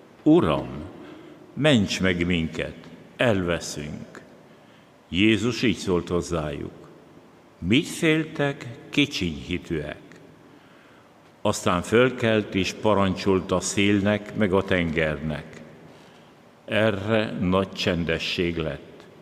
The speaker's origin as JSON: {"language": "Hungarian", "region": "Transylvania", "country": "Romania"}